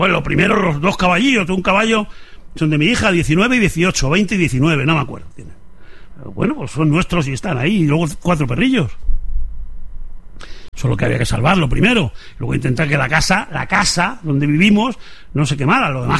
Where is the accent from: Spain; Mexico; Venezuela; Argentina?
Spain; El Tiemblo, Castile and León; En mi pueblo el prefijo es el 91. Como si fuera un Madrid. Telefónicamente pertenecemos a Madrid, geográficamente pertenecemos a Castilla y León, a Ávila.